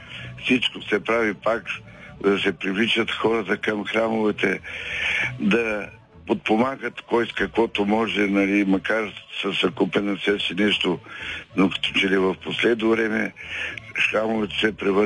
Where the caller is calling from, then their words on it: Teteven, Lovech Province, Bulgaria; от Тетевен.